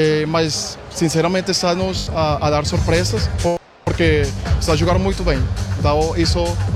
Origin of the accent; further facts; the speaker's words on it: Colombia; Isso para mim é gratificante, porque eu como imigrante, não sei, sinto essa falta, essa saudade da minha terra, do meu país.